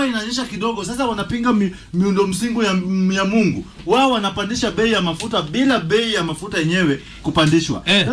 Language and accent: Swahili; Kenya; Mimi naongea kama mjaluo ambaye ameshiriki maandamano maisha yake mzima.